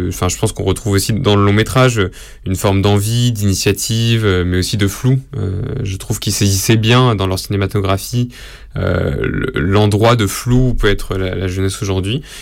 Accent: Paris, Île-de-France, France; j'ai toujours habité à Paris

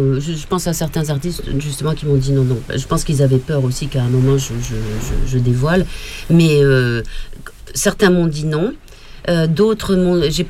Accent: Tulle, Nouvelle-Aquitaine, France; Moi, je viens de Tulle, en Corrèze

